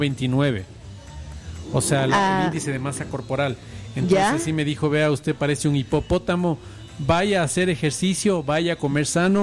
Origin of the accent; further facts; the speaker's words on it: Quito, Pichincha, Ecuador; aquí en Quito tenemos una administración que está pensando en la prevención, y eso es una cosa que tenemos nosotros que aprovechar como quiteños.